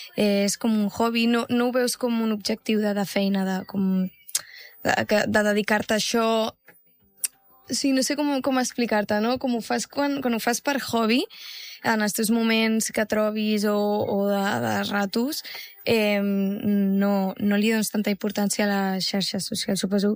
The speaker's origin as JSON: {"language": "Catalan", "region": "Catalonia", "country": "Spain", "said": "tenim la gent del Maresme de viure en un poble. Jo estic molt agraïda i per això havia de fer una cançó del meu poble."}